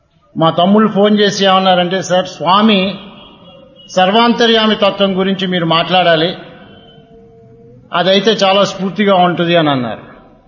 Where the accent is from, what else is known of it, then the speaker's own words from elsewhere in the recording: Guntur, Andhra Pradesh, India; అమ్మా నాన్న ఇద్దరు కూడా శిరిడీబాబా భక్తులు. గుంటూరులో మా ఇంటి నా చిన్నతనంలో మా ఇంటి పక్కన ఓ మామగారు ఉండేవారు.